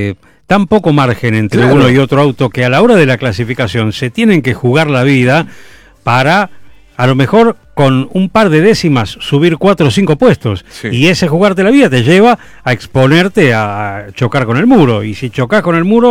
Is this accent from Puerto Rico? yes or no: no; Argentina